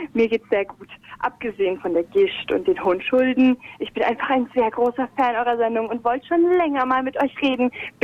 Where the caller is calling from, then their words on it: Dessau, Saxony-Anhalt, Germany; Aus Dessau.